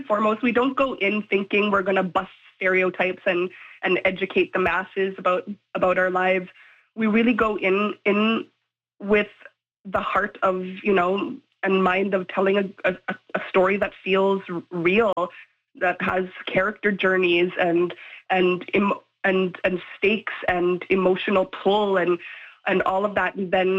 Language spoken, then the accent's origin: English; the Arctic, Canada; I grew up in the Arctic.